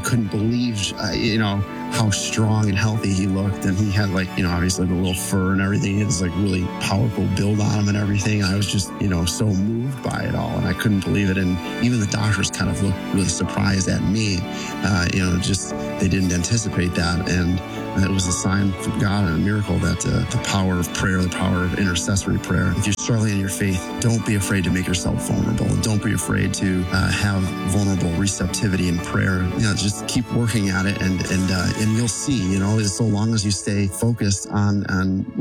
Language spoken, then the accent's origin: English; Orchard Park, New York, United States; I'm from Orchard Park, New York.